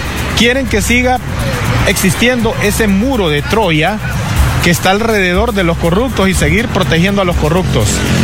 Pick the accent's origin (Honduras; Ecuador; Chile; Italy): Honduras; Yo lamento como hondureño primeramente y después como abogado